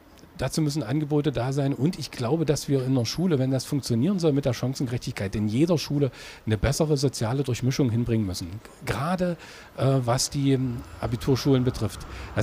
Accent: Halle, Saxony-Anhalt, Germany; born or raised there

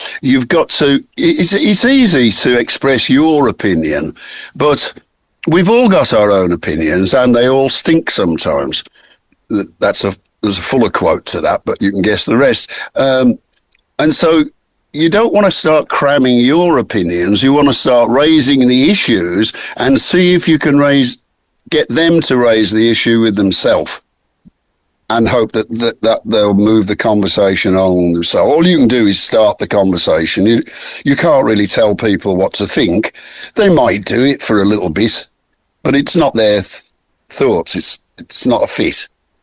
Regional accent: Midlands, United Kingdom; I wasn't much for the industrial blight of growing up in the Midlands. I was one of the many asthmatics.

